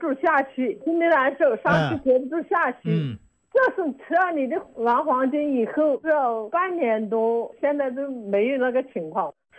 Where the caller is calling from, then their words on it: Anlu, Hubei, China; 我是安陆的。